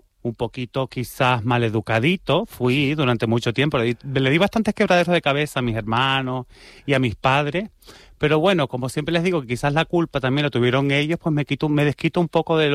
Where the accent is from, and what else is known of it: San Juan de la Rambla, Canary Islands, Spain; born or raised there